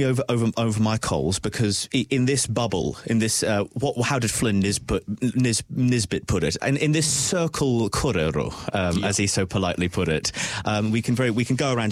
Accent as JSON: {"language": "English", "town": "Tauranga", "region": "Bay of Plenty", "country": "New Zealand", "also_born_or_lived": "Dunedin", "said": "I came from Tauranga before we moved to Dunedin. Tauranga is as blue as the sea."}